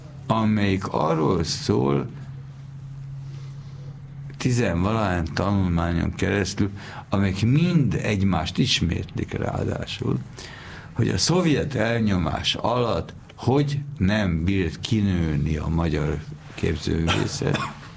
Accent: Hungary

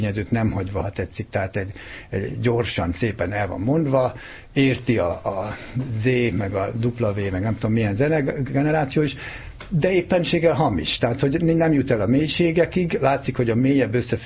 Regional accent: Jász-Nagykun-Szolnok, Hungary; born or raised there

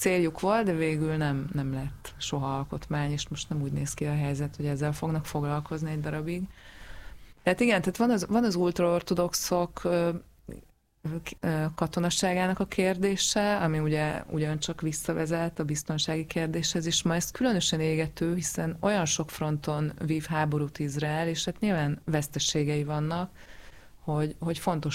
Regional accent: Hungary

